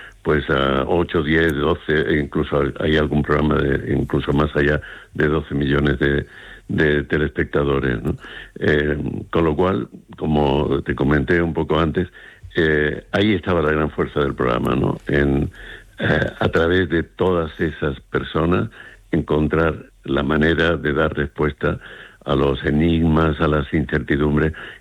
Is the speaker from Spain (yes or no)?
yes; Jerez de la Frontera, Andalusia, Spain; moved away; porque yo soy de Jerez